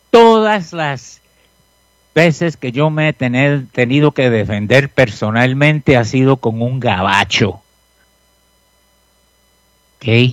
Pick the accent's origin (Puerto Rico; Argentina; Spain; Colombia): Puerto Rico; now in United States; Yo soy puertorriqueño. Yo nací desde el 1917. Los boricuas somos ciudadanos.